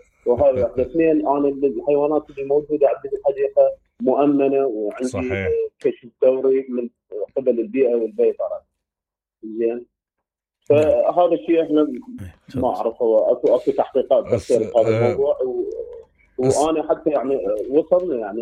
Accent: Iraq; عندنا بالعراق

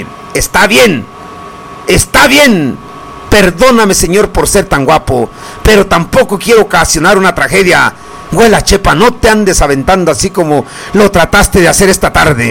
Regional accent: Mexico; somos mexicanos.

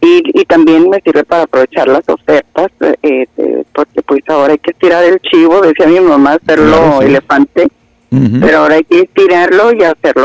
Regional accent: Durango, Mexico; de donde yo soy, de Durango, callada y tranquila, Ciudad Colonial, que ya no tiene nada de callada y tranquila, nada más le quedó lo de Ciudad Colonial.

